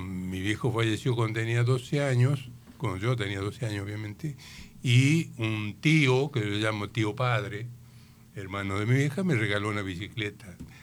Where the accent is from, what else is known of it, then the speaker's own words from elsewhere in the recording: Las Pirquitas, Catamarca, Argentina; born there; also born or lived in Tucumán / Santa Cruz; Y bueno, nací en Catamarca, en Las Pirquitas. Viví un tiempo en Tucumán. Por trabajo, mis viejos se fueron al sur. Viví en Cañadón Seco, un campamento en el norte de Santa Cruz. En Caleta Olivia. Viajé en barco desde Buenos Aires.